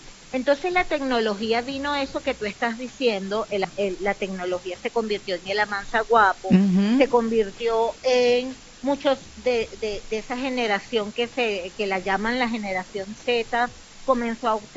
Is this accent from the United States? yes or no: no; Venezuela; vamos a hablar específicamente de la identidad de lo que somos los venezolanos.